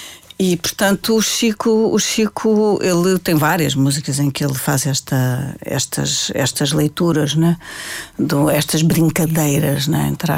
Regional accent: Portugal; sim, sou portuguesa, isso já é uma diferença

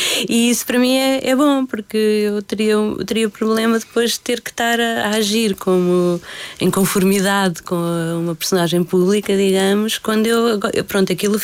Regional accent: Lisbon, Portugal; also born or lived in Arrifana; Eu, apesar de ter vivido sempre em Lisboa, tecnicamente não nasci em Lisboa, nasci numa aldeia chamada Arrifana, mas que não é uma das Arrifanas que as pessoas conhecem, não é do Algarve nem nada.

